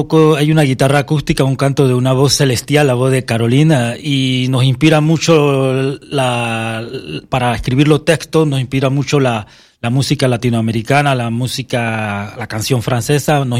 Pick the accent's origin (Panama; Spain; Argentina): Panama; moved away as an adult; Yo me fui de Panamá a los 30 años.